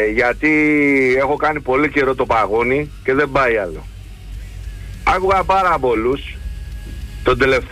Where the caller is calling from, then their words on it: London, United Kingdom; από το Λονδίνο.